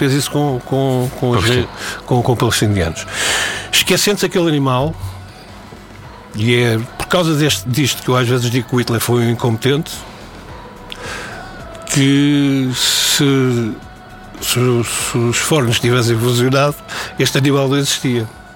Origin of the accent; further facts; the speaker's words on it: Lisbon, Portugal; Estás a falar do bairro de onde eu sou originário.